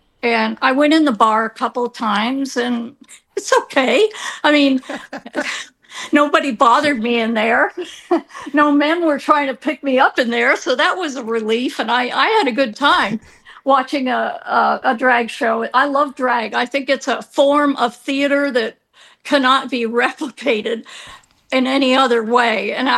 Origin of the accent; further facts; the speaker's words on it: Canada; moved away as an adult; And because it was an international student at the time, I came from Canada.